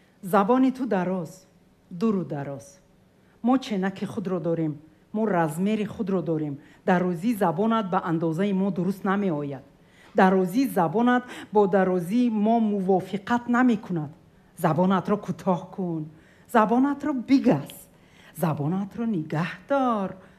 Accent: Tajikistan; first language Tajik and Russian; German is a second language; now in Germany; ich bin in Tadschikistan geboren und aufgewachsen. Und wie ich schon gesagt habe, ich habe einen Mix gesprochen, Tadschikisch und Russisch. Dann bin ich nach Deutschland und habe dann Deutsch gelernt und alles andere verdrängt.

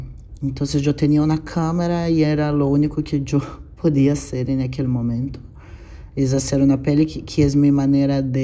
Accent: Brazil; Spanish is a second language; director de la película, soy de Brasil.

